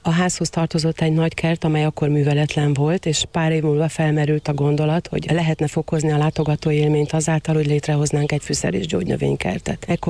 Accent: Agyagosszergény, Győr-Moson-Sopron, Hungary; born there; Az én szülőfalumból is, Agyagos Szergényből is

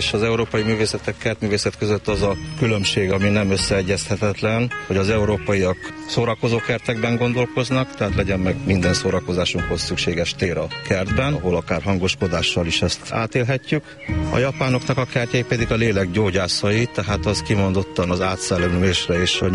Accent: Cluj-Napoca, Cluj County, Romania; moved away; Kolozsváron születtem, Majális utcában laktunk, ahol van a kolozsvári botanikus kert

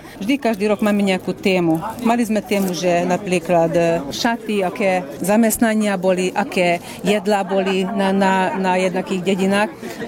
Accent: Tardos, Komárom-Esztergom, Hungary; A u nás to je, že koň sa volá, na Tardoši koň sa volá.

